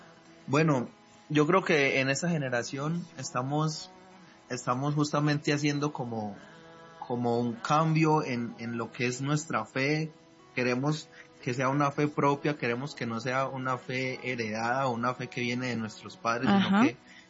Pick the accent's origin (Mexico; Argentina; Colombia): Colombia; Cisneros, Antioquia; born there; now in Medellín, Colombia; Sí, señor, aquí vivo, nací en un municipio cercano que se llama Cisneros.